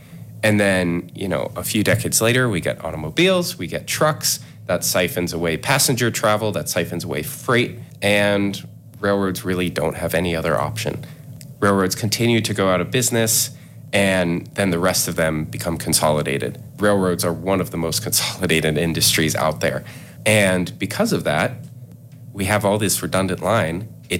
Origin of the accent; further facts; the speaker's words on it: Pittsburgh, Pennsylvania, United States; Yeah, so I grew up in Pittsburgh, and throughout the summers, my family would always go ride on the bike trails.